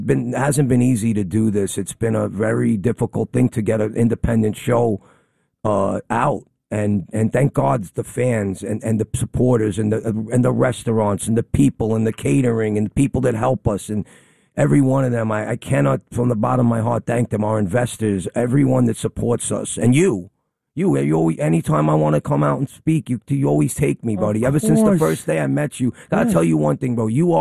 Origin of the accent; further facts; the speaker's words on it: Gravesend, New York, United States; Yeah, that's where I grew up.